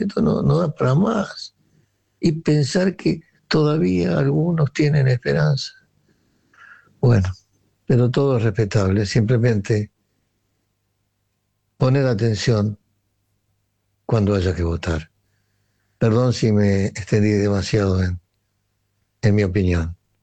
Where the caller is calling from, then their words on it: Buenos Aires, Argentina; de Capital, barrio de Montserrat.